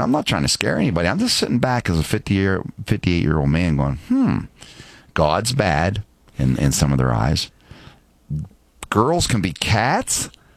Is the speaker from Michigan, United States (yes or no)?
no; Martins Ferry, Ohio, United States; I'm from Martins Ferry